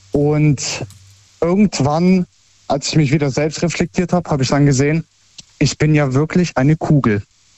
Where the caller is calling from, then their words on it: Herzogenaurach, Bavaria, Germany; Aus Bayern, aus Herzogenaurach.